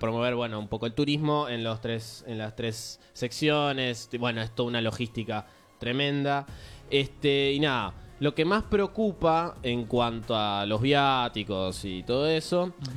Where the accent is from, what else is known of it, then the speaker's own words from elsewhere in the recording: Argentina; Somos argentinos. Somos argentinos.